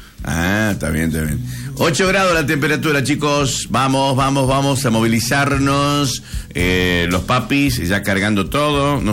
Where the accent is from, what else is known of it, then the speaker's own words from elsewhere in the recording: Campo Santo, Salta, Argentina; moved away; Yo era un transgresor encima de mi pueblo, en Camposanto, ¿te imaginas?